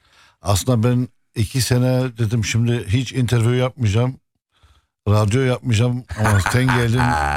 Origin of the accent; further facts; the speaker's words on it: Berlin, Germany; born there; Turkish is a second language; Ben Kreuzberg'de doğdum. Arkadaşlarım hepsi Türk'tü.